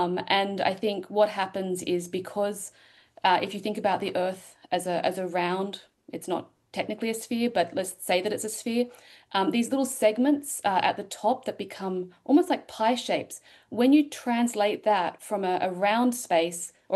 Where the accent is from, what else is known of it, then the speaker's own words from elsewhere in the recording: Australia; now in United States; I presume you can tell I'm an Australian, even though I live and work in the US.